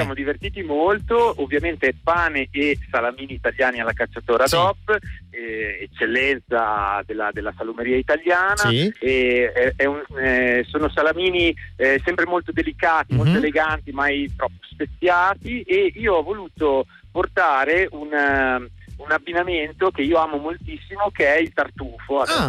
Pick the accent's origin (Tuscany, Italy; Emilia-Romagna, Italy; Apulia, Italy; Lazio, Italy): Emilia-Romagna, Italy; Modena; essendo che io sono di Modena